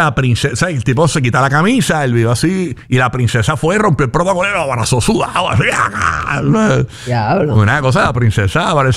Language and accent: Spanish; Puerto Rico; nosotros nos envolvemos en el fútbol, los boricuas